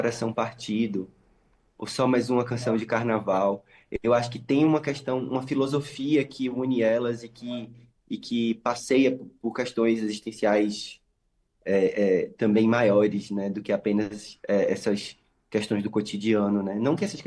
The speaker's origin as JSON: {"language": "Portuguese", "town": "Recife", "region": "Pernambuco", "country": "Brazil", "tie": "born or raised there", "said": "eu nasci em Recife, né? E a pessoa que nasce em Recife, em Pernambuco, ela já é desde criança bombardeada com todas as espécies de manifestações culturais que você possa imaginar"}